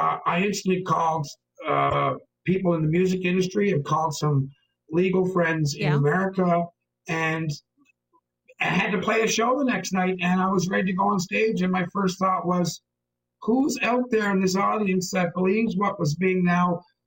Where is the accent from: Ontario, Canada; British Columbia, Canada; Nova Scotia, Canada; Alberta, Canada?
Nova Scotia, Canada; Cape Breton; as Cape Bretoners